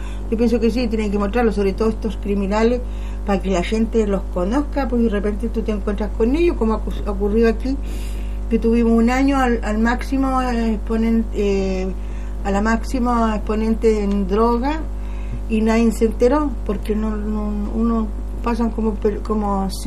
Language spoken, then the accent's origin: Spanish; Chile; nosotros como chilenos